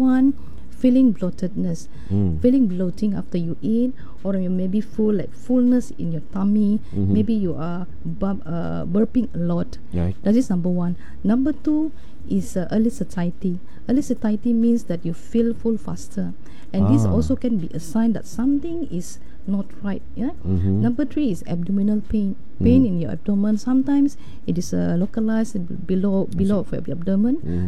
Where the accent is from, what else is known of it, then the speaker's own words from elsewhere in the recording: Semporna, Sabah, Malaysia; I'm originally from Semporna.